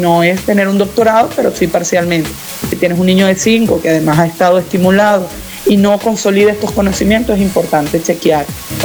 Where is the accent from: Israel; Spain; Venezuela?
Venezuela; Caracas, Capital District; somos caraqueños